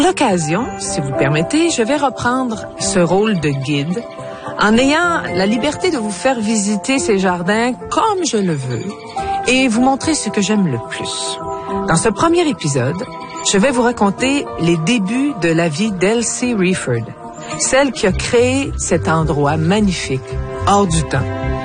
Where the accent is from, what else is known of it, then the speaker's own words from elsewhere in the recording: Sainte-Octave-de-Métis, Quebec, Canada; je suis une petite fille du bout. Oui, je suis née à Sainte-Octave-de-Métis, à 5 km de ces jardins fabuleux que nous allons visiter